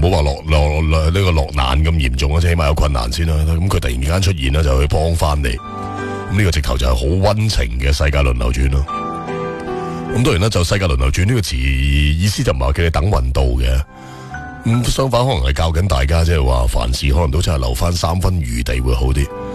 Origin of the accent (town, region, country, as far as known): Guangdong, China